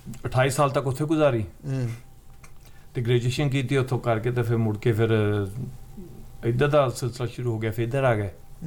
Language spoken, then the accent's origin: Punjabi; Shorkot, Punjab, Pakistan; moved away as an adult; now in Saskatoon, Canada; ਮੈਂ ਪਾਕਿਸਤਾਨ ਤੋਂ ਸ਼ੋਰਕੋਟ ਕੈਂਟ ਤੋਂ ਬਿਲੋਂਗ ਕਰਦਾ, ਇਹ ਟੋਪਾ ਟੇਕ ਸਿੰਘ ਤੋਂ 20-22 ਕਿਲੋਮੀਟਰ ਅੱਗੇ ਜਿਹੜਾ ਨਾ ਮੁਲਤਾਨ ਦੀ ਤਰਫ, ਇਹ ਛੋਟਾ ਸ਼ਹਿਰ ਹੈ